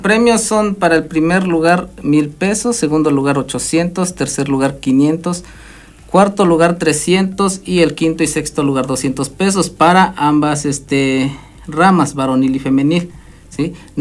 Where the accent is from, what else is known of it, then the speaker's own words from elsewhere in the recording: El Carrizal, Puebla, Mexico; Nosotros que somos de ahí hacemos de cuenta que todos conocen, ¿no?